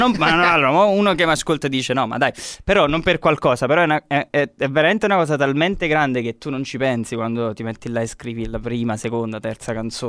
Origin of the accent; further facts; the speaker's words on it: Siano, Campania, Italy; moved away; quando sono tornato a Siano, che è il mio paese.